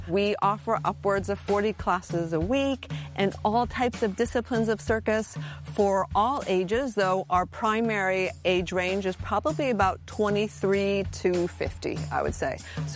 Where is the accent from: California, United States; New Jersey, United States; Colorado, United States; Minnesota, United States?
California, United States; San Francisco; I grew up in San Francisco and was fortunate enough to have a circus school in my neighborhood.